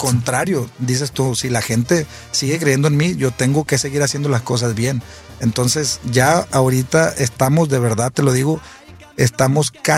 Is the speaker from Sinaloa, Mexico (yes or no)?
yes; Culiacán, Sinaloa, Mexico; now in United States; Mire, compa, la verdad, pues yo soy de Culiacán, usted lo sabe y mucha gente también. Y para los que no sabían, pues soy de allá, ¿no?